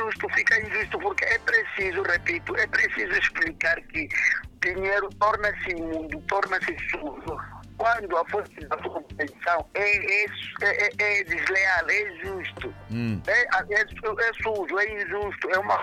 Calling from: Mozambique

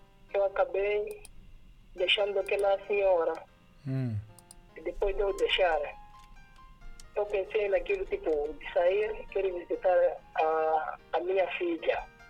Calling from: Nampula, Mozambique; Eu sou de Nampula, no bairro de Mutawanya.

